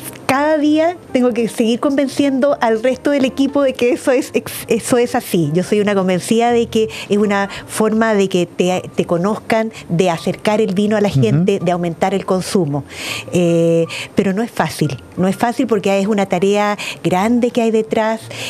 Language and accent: Spanish; Placilla, O'Higgins, Chile; si bien no nací en Placilla, la verdad toda mi vida, desde los 4 años, transcurrió claro, en Placilla, en la bodega, en el campo.